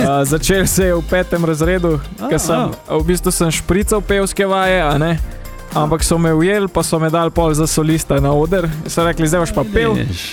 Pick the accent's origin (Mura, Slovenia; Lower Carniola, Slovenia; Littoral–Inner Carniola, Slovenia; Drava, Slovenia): Lower Carniola, Slovenia; Višnja Gora; Jaz sem drugač iz Višnje Gore.